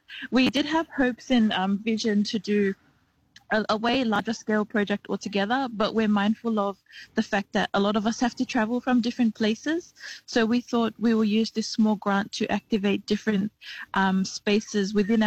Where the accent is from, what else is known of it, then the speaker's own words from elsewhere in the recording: Blacktown, New South Wales, Australia; also born or lived in Auckland, New Zealand; I was born in Auckland in Aotearoa, New Zealand, raised in Western Sydney, predominantly in the Blacktown area. I'm of Samoan heritage, representing the villages of Taufusi and Tapatapa'o in Samoa.